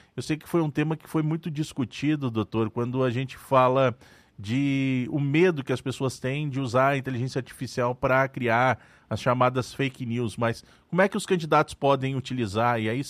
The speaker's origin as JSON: {"language": "Portuguese", "town": "Porto Alegre", "region": "Rio Grande do Sul", "country": "Brazil", "moved": "as an adult", "lives_now": "Brasília, Brazil", "said": "eu sou de Porto Alegre e via muito isso lá, e aqui em Brasília, já estou há quase 20 anos"}